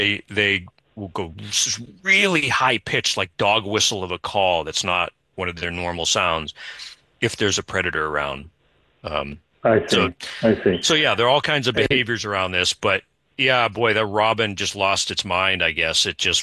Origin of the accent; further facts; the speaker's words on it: Brockton, Massachusetts, United States; I'm from Brockton.